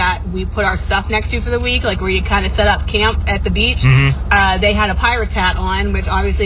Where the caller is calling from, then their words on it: Castle Shannon, Pennsylvania, United States; my family were like, oh, we're from Castle Shannon.